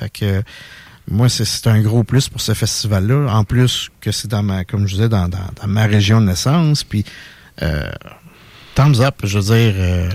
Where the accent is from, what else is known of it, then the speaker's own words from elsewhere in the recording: Quebec, Canada; moved away; ma région d'origine, qui est les Bois-Francs.